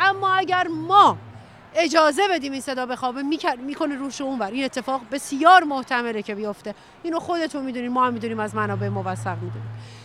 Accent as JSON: {"language": "Persian", "country": "Iran", "said": "من دیدم با هر سیاستمداری که حرف میزنیم با وقاحت تمام این دروغ رو به ما که ایرانی هستیم برمیگردونه که هرج و مرج میشه"}